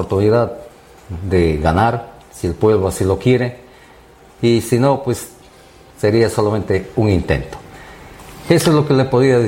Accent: Lamas, San Martín, Peru

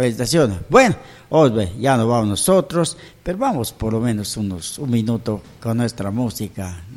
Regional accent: Lamas, San Martín, Peru; born there; Yo nací en Lamas, y es un orgullo de Perú, a mucha honra, ¿no?

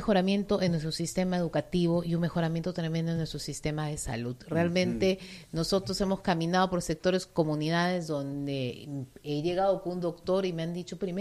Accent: San Martín, Peru; nosotros como sanmartinenses

